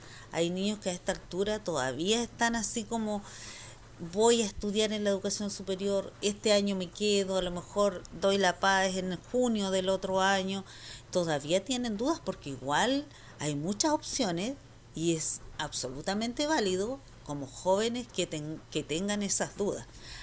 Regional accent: Chiloé, Los Lagos, Chile; nosotros que somos de Chiloé.

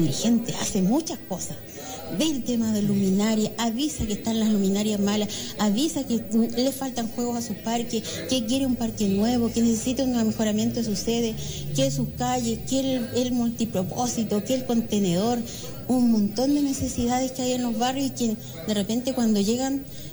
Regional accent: Castro, Los Lagos, Chile; somos vecinos de Castro, nos vemos las caras todos los días

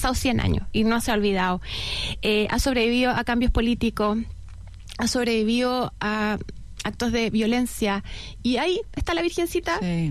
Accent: Chile; nuestra identidad como chileno

